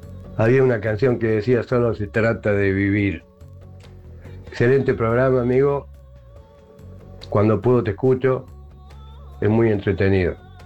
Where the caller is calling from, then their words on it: Córdoba, Argentina; de La Docta, de Córdoba.